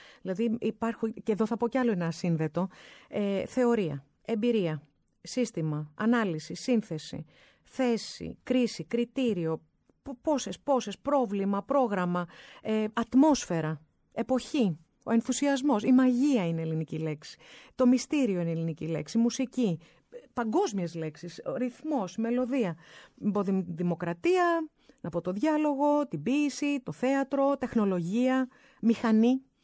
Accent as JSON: {"language": "Greek", "country": "Greece", "said": "Το καμαρώνουμε αυτό ως Έλληνες."}